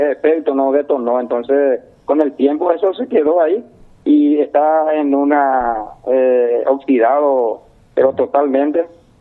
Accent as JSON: {"language": "Spanish", "country": "Paraguay", "said": "soy paraguayo cuando uno viene y pisa acá."}